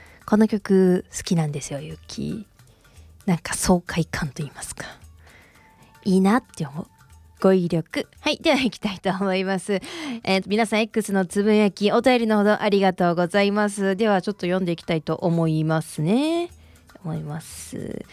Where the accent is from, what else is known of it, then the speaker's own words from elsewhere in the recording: Himeji, Hyogo, Japan; あと私姫路出身なんですけれども、